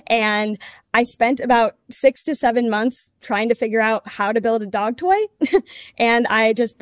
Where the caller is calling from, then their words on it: Atlanta, Georgia, United States; I'm calling from Atlanta